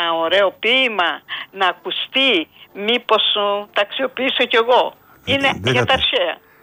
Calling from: Greece; Εγώ σαν Ελληνίδα

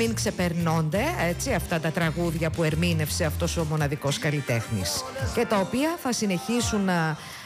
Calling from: Rhodes, South Aegean, Greece; είμαστε από τη Ρόδο, για σένα ήρθαμε, είμαστε από τη Ρόδο.

